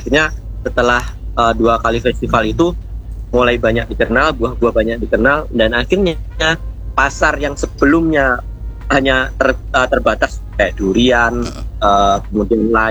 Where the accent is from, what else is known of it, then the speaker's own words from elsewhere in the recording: Java, Indonesia; moved away as an adult; now in Kalimantan, Indonesia; Saya ini sebenarnya kan pendatang nih, ya, ya, ya, dari betul. Jawa ya.